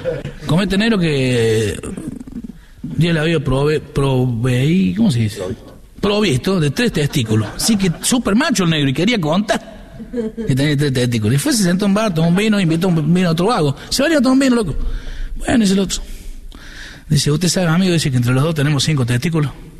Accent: San Francisco, Córdoba, Argentina; Yo soy de San Francisco, ¿no? No California, acá. Mandaba Santa Fe. Hincha de Sportivo, era en San Francisco.

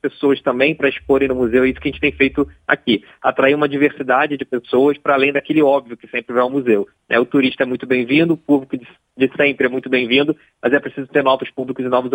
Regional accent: Rio de Janeiro, Brazil; um pouco da nossa função enquanto brasileiros, né, daqui do Rio de Janeiro e de Niterói

